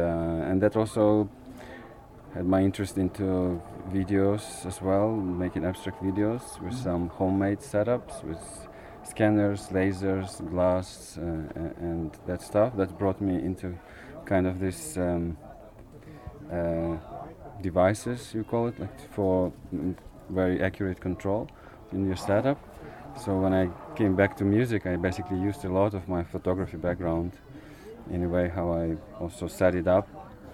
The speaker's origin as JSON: {"language": "English", "country": "Ukraine", "second_language": "English", "moved": "yes", "lives_now": "Germany", "said": "I'm coming from Ukraine, I'm living in Germany for many years now"}